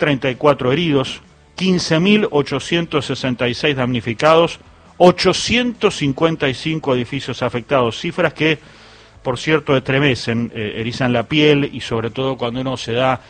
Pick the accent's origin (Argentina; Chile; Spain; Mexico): Argentina